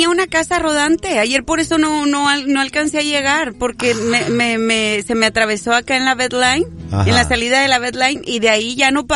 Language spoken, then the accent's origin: Spanish; Zaragoza, Coahuila, Mexico; moved away; hay en mi pueblo tornados. No uno, no dos, tres.